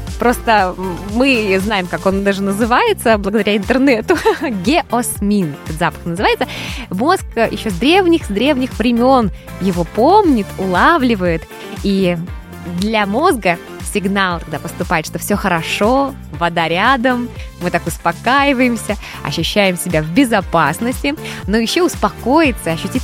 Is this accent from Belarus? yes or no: yes; Belarus; мы, белорусы